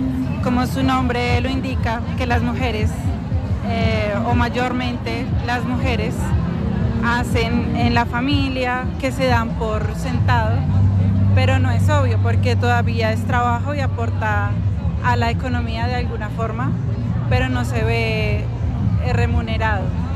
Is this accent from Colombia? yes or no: yes; Colombia; soy colombiana.